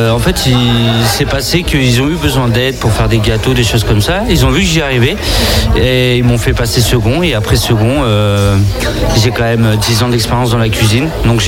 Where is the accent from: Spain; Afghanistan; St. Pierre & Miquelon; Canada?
Spain; now in Montpellier, France; Je suis originaire d'Espagne.